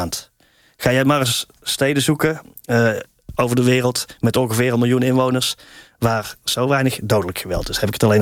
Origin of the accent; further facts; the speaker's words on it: Tilburg, North Brabant, Netherlands; accent: soft g; now in Amsterdam, Netherlands; Ik voel me wel een Amsterdammer. Mijn Tilburger in Amsterdam. Maar het maakt mij niet uit hoe ze me noemen. Ik hou ook mijn zachte geetje natuurlijk wel even...